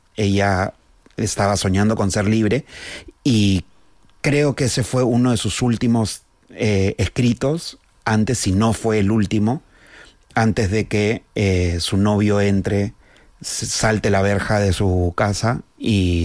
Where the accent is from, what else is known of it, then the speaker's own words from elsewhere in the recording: Peru; que yo soy peruano.